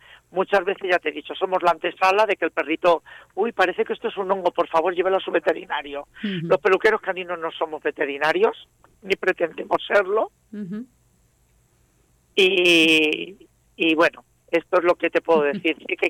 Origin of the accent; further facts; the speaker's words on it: Alicante, Valencian Community, Spain; moved away as an adult; now in Molina de Segura, Spain; yo no soy de Molina, yo soy de Alicante. Yo vine a trabajar a Murcia hace muchos años